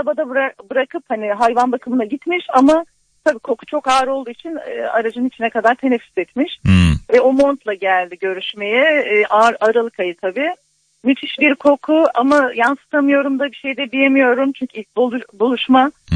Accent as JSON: {"language": "Turkish", "region": "Istanbul", "country": "Turkey", "tie": "born or raised there", "also_born_or_lived": "Malatya", "moved": "as an adult", "lives_now": "Tashkent, Uzbekistan", "said": "Türkiye vatandaşım. Aksem Malatyalıyım. İstanbul'da doğdum, büyüdüm. Eşimin işi nedeniyle Özbekistan'dayım."}